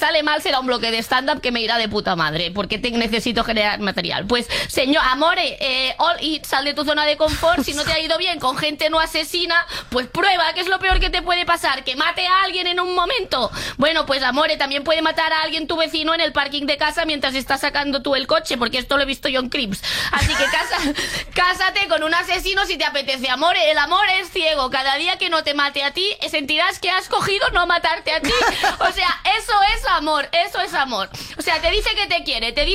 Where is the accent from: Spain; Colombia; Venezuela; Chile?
Spain; Andalusia; Aquí sí, sí que soy andaluza.